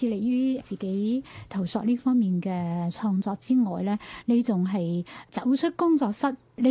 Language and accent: Cantonese; Guangdong, China; 咁我哋廣東人呢，即係好多歇後語啊，啲口頭禪啊